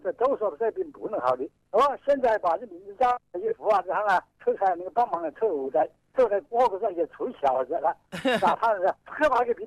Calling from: Xiantao, Hubei, China; 我是仙桃盆场的。

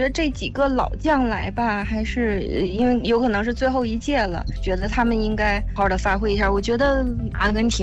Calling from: Beijing, China; 因为我是北京的，然后也是听咱们广播好多年了。

